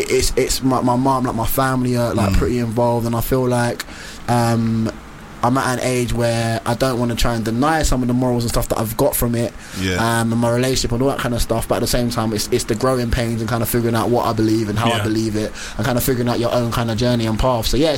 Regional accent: Newham, London, United Kingdom; I grew up in East, in Newham

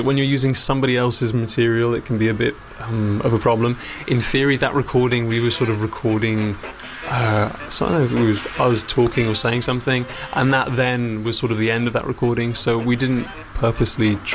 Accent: Brighton, South East England, United Kingdom; born there; also born or lived in Manchester; now in northern Italy; I was born and raised in Brighton, although I lived for quite a few years in Manchester.

